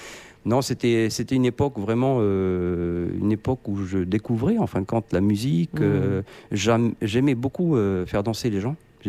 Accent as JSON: {"language": "French", "town": "Nouméa", "country": "New Caledonia", "tie": "born there", "said": "Je suis né à Nouméa."}